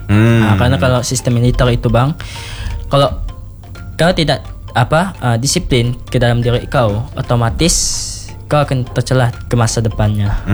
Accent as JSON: {"language": "Indonesian", "country": "Indonesia", "tie": "born there", "said": "mencintai negara kita juga, karena kita pun lahir di Indonesia."}